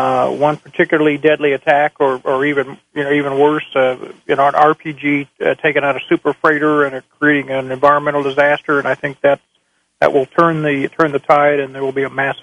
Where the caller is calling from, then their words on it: Ohio, United States; I'm in Ohio.